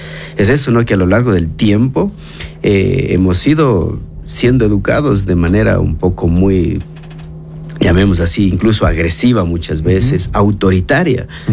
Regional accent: Cañar, Ecuador; Yo vengo de una sociedad de Cañar, escuchar de un papá te amo, o abrazarte, o llorar contigo, dice cállate carajo, no llores.

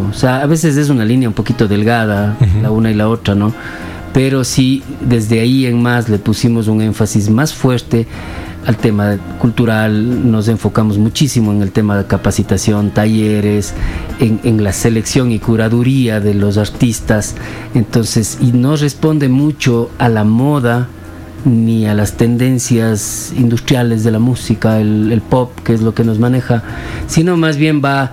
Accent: Yunguilla, Azuay, Ecuador; Yo crecí en Yunguilla, prácticamente todas las vacaciones en Yunguilla, y ahí había este punto de encuentro que era La Molienda.

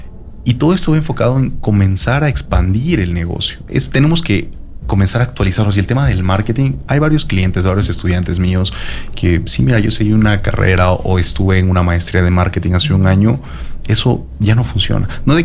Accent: Quito, Pichincha, Ecuador; now in Loja, Ecuador; yo soy de Quito

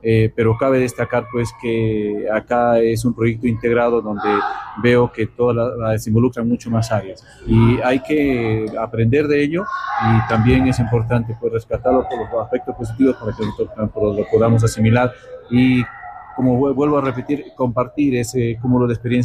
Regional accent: Cutervo, Cajamarca, Peru; yo soy cutervino, amo mi tierra

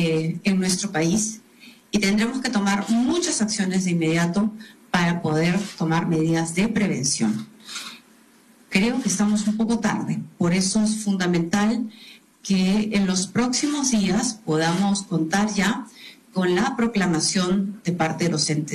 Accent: Peru; empezar este proceso de volver a unirnos como peruanos.

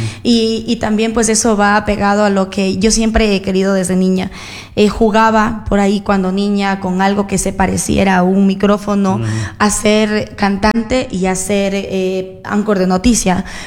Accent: Ecuador; como ecuatorianos tenemos un diverso gusto por los géneros musicales.

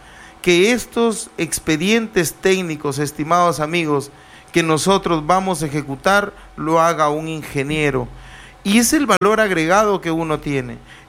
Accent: Túcume, Lambayeque, Peru; a un hijo de este pueblo que lo vio nacer y crecer, correr ahí en chorcito por el río Chancay, tirarse al río, bañarse con los muchachos, ir a comer mangos, ir a comer chiruelas, allí en mi caserío La Pintada.

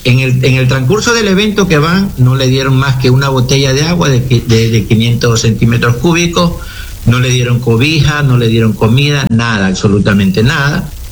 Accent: Manta, Manabí, Ecuador; yo soy abogado manabita de la ciudad de Manta. Vivo aquí toda mi vida, aquí nací.

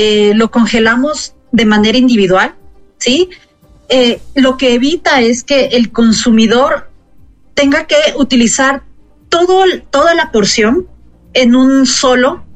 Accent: Ecuador; para nosotros como ecuatorianos

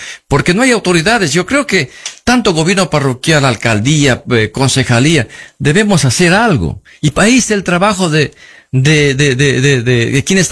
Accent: Los Encuentros, Zamora-Chinchipe, Ecuador; yo soy de Los Encuentros, tengo una propiedad acá

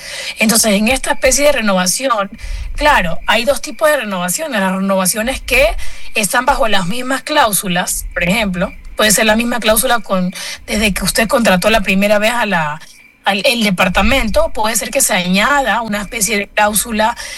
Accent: Los Ríos, Ecuador; moved away as an adult; now in Quito, Ecuador; Yo no soy de Quito, yo soy de la provincia de Los Ríos.

